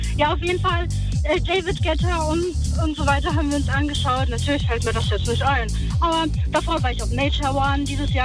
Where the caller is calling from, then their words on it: Germany; aus Melch.